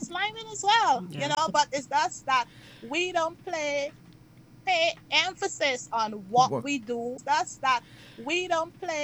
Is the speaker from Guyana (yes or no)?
yes; Dartmouth, Guyana; in the village where I grew up in Dartmouth